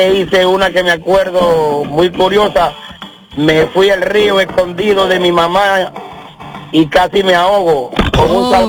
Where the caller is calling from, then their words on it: Hialeah, Florida, United States; Le hablo de Jayalía